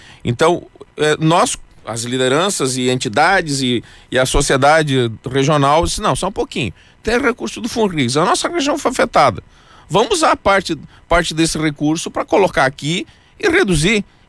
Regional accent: Brazil; Eu, como nunca saí do Brasil

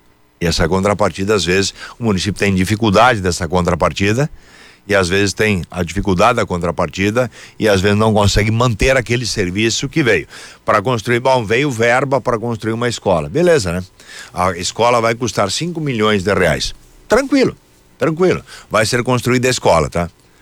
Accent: upper Taquari Valley, Rio Grande do Sul, Brazil

